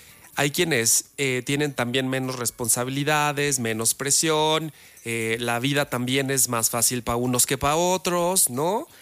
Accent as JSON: {"language": "Spanish", "country": "Mexico", "said": "como buenos mexicanos, ¡viva México!"}